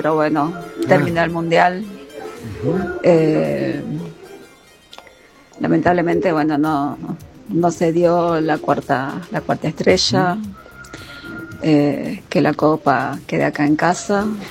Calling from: Argentina

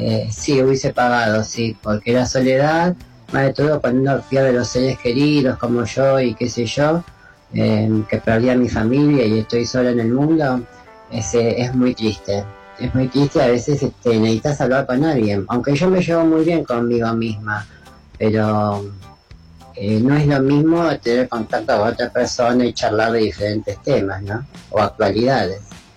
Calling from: Caseros, Buenos Aires Province, Argentina; de Caseros.

